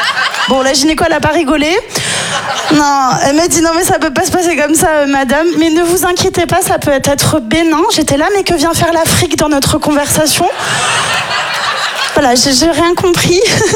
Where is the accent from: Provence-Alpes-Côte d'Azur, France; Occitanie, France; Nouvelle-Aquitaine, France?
Provence-Alpes-Côte d'Azur, France; Nice; moi, je suis niçoise, donc c'est littéralement mes 2 activités préférées, quoi, dans la vie.